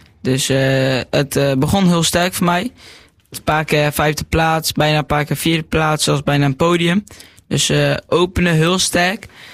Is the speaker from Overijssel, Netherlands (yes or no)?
yes; Nijverdal, Overijssel, Netherlands; Ik kom uit Nijverdal.